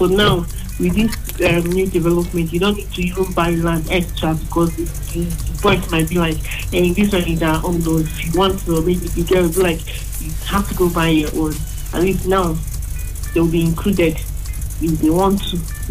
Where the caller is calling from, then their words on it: Anambra, Nigeria; I'm calling from Agolo.